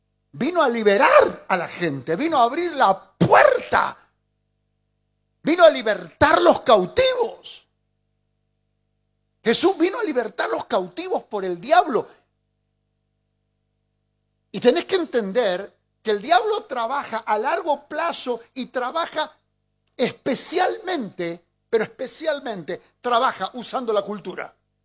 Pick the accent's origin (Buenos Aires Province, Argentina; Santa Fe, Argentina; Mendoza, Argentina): Mendoza, Argentina; los menducos tenemos ese término, más o menos.